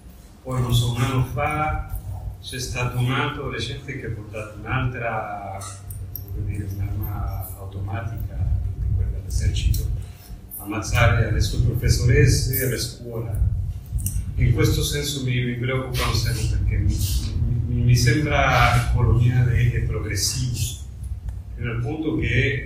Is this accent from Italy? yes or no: no; Mexico; Io vengo dal Messico e lì la realtà, diciamo, nordamericana degli Stati Uniti è molto presente nel senso della salute mentale